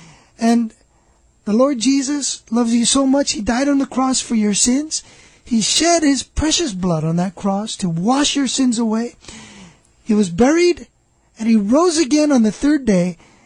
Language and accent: English; Honolulu, Hawaii, United States; I grew up here in Hawaii, in a nice little area called Moanalua. Mm-hmm. And, you know, back then in the late 60s, early 70s, while I was growing up